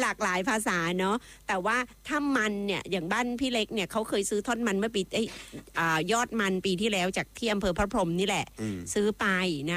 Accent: Southern Thailand, Thailand; accent: Southern Thai; คำว่ามันเทศสำหรับภาษาใต้ก็คือมันสำปะหลังที่เราเอามาทำขนมนั่นเนี่ยบ้านเราเรียกมันเทศ

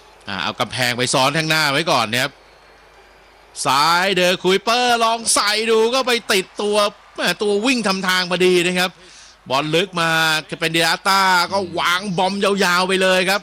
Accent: Bangkok, Thailand; now in Samut Prakan, Thailand; ไม่เป็นสมุทรปราการเลยไม่ใช่กรุงเทพแล้วเมื่อก่อนเป็นคนกรุงเทพ

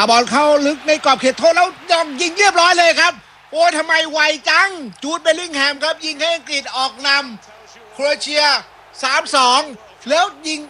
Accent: Bangkok, Thailand; born there; เกิดที่โรงพยาบาลวชิระ

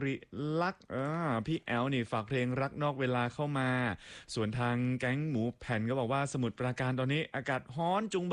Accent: Phatthalung, Thailand; ทางใต้บ้านผมเลยพัทลุงครับผมนี่ชาวใต้

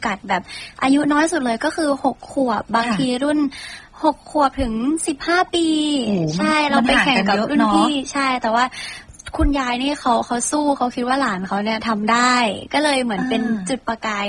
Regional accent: Nonthaburi, Thailand; born there; now in Nakhon Pathom, Thailand; หนูเกิดนนทบุรีค่ะแต่ว่าตอนนี้อยู่นครปฐม

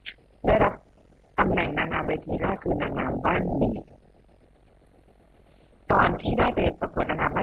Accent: Lopburi, Thailand

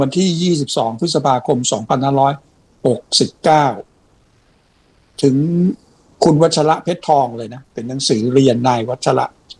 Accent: Ayutthaya, Phra Nakhon Si Ayutthaya, Thailand; ใช่เด็กหัวรอ

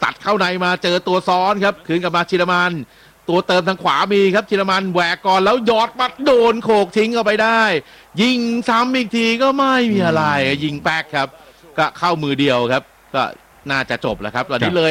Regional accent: Bangkok, Thailand; now in Samut Prakan, Thailand; ไม่เป็นสมุทรปราการเลยไม่ใช่กรุงเทพแล้วเมื่อก่อนเป็นคนกรุงเทพ

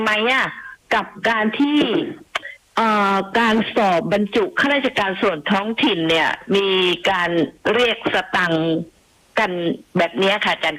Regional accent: Phuket, Thailand; จริงๆดิฉันเนี่ยคนภูเก็ตโดยกำเนิดนะคะ

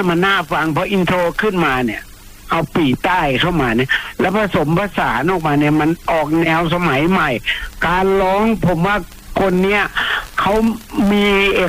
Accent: Ang Thong, Thailand; born there; also born or lived in Na Thawi, Songkhla; ผมเกิดอ่างทองไงแต่ว่าผมเคยไปอยู่ที่นาทวีมาน

